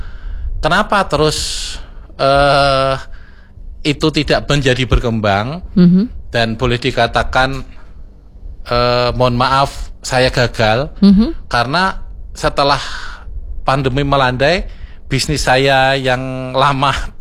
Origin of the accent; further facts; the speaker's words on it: Pengasih, Special Region of Yogyakarta, Indonesia; saya juga dari Josutan Karangsari Pengasih juga, Mbak. Kita tetangga berarti. Sama-sama Kepon Progo.